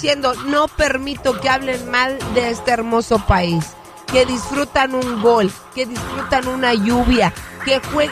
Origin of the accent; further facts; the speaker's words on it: Mexico; ¿Sí somos bonitos los mexicanos?